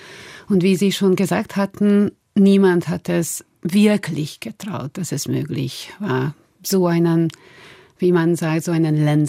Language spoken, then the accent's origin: German; Hungary; moved away as an adult; now in Austria; Und obwohl ich in Österreich lebe, ich bin in Ungarn geboren, aufgewachsen, mein drei Viertel von meinem beruflichen Leben oder und überhaupt mein Leben dort verbracht. Heute sind auch meine Freunde, meine Familie, meine Eltern da.